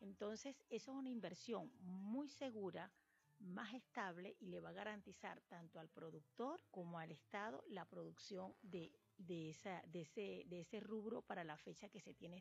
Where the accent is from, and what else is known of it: Venezuela